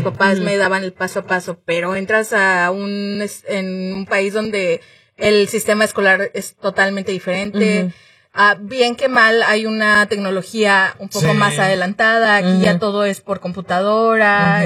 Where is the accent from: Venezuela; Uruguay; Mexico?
Mexico; moved away; Yo hablo digamos de la experiencia de México